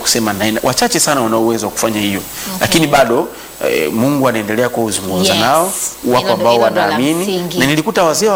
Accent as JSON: {"language": "Swahili", "country": "Tanzania", "said": "Sasa hawajui kama mimi ni Msukuma."}